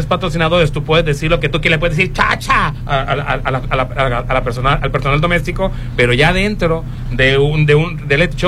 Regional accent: Tablón 2, Sinaloa, Mexico; transitar por la carretera libre Rosario Agua Caliente. Está destrozada y es mi única manera de llegar a mi pueblo, que es Tablón 2.

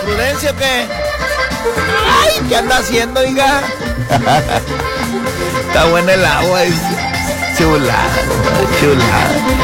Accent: Culiacán, Sinaloa, Mexico; No soy de la Cruz de Mota, no soy de la Cruz de Lota, yo soy de Culiacán. La ranchería, nosotros aún está en los límites de Culiacán.

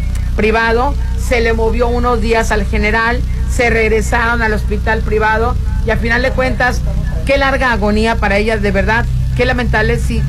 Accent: Spain; estoy hablando como española

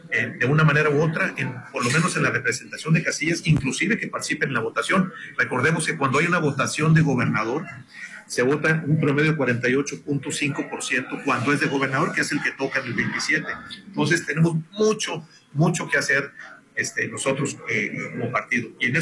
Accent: Sinaloa, Mexico; Yo primero que todo, pues soy sinaloense, yo estoy por mi estado, obviamente.

